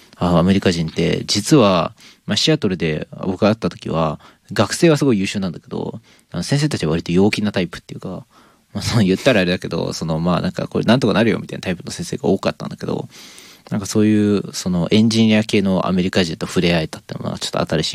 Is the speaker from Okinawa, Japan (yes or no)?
no; Nagano, Japan; now in Ishikawa, Japan; 僕の地元、僕長野なんですけど